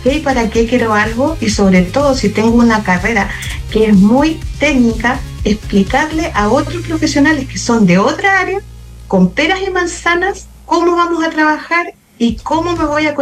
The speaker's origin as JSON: {"language": "Spanish", "town": "Valdivia", "region": "Los Ríos", "country": "Chile", "tie": "born there", "moved": "as an adult", "said": "me encantaría volver a la ciudad donde nací y estudié en la Universidad Austral de acá de Valdivia"}